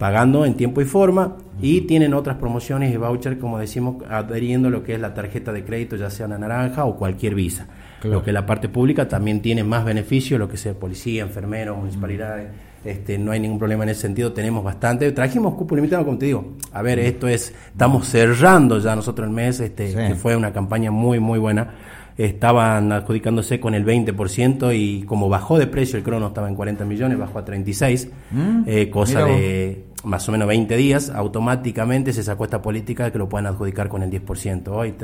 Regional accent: Las Lajitas, Salta, Argentina; moved away as an adult; now in Salta, Argentina; Nací y criado en Las Lajitas.

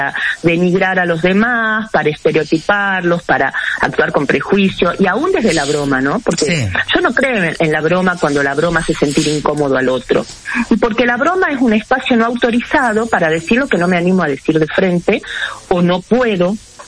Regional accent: Argentina

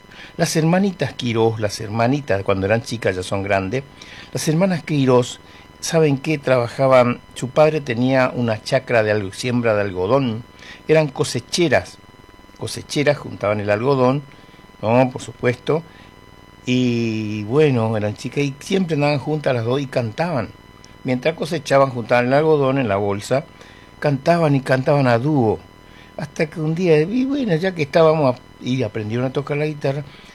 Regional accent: Presidencia de la Plaza, Chaco, Argentina; en mi pueblo, en Presidencia de la Plaza.

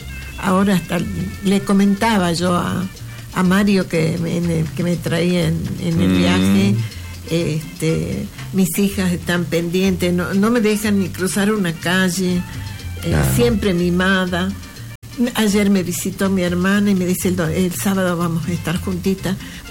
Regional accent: Argentina; born there; Nací acá, acá en la ciudad. Es más, en el sanatorio del Carmen.

